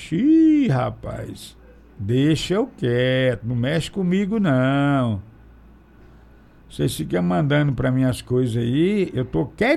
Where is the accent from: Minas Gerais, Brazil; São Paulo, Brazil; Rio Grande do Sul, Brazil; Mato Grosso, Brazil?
Mato Grosso, Brazil; Barra do Garças; eu sou de Barra do Garças